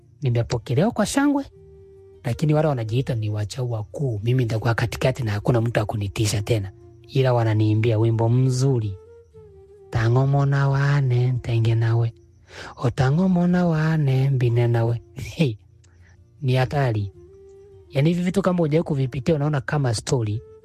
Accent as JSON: {"language": "Swahili", "town": "Sumbawanga", "region": "Rukwa", "country": "Tanzania", "said": "Sio wamesikia kwa mimi nimetokea Sumbawanga."}